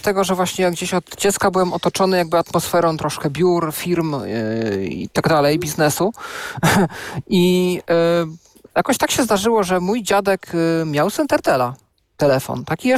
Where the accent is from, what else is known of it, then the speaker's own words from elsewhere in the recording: Knurów, Silesian Voivodeship, Poland; w domu u nas w Knurowie